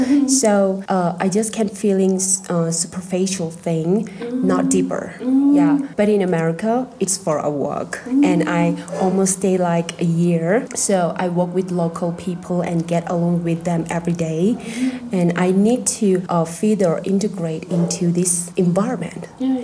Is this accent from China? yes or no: yes; Tibet, China; And so they will search a lot of information about my hometown